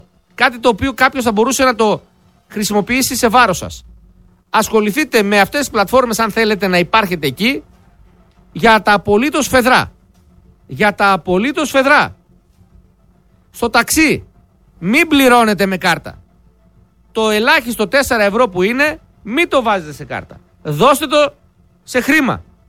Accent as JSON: {"language": "Greek", "country": "Greece", "said": "Είμαστε άνθρωποι με πίστη. Είμαστε Έλληνες."}